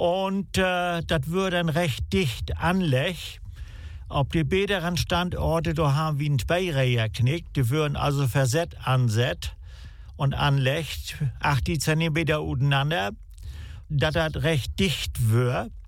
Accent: Rendsburg, Schleswig-Holstein, Germany; Ja, ich komme aus Rendsburg, das liegt im Kreis Plön, in der untersten Hälfte. Und ja, da bin ich geboren und da lebe ich seitdem.

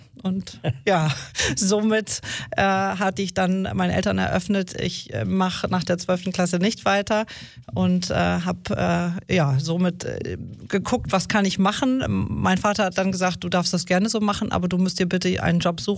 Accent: Kiel, Schleswig-Holstein, Germany; born there; Ich bin im Uniklinikum in Kiel geboren, kurz nach 7 morgens, und es ging auch sehr, sehr schnell.

